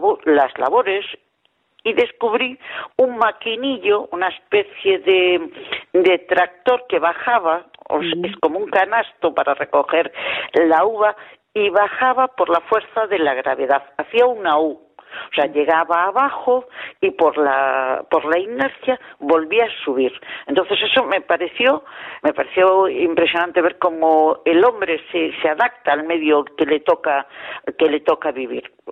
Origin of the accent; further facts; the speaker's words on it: Galicia, Spain; yo soy gallega, me recordó mucho a mi tierra